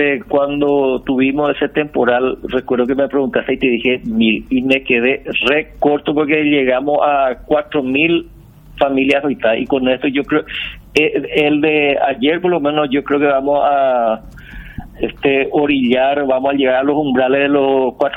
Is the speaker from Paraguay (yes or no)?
yes; Paraguay; Somos los paraguayos solidarios, Mabel.